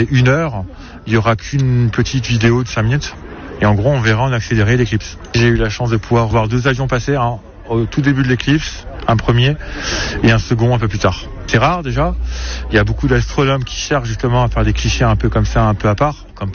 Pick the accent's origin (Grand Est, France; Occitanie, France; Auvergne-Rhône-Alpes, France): Grand Est, France; Bah, c'est la seule que je vais pouvoir immortaliser et encore plus de pouvoir le faire chez moi en Alsace.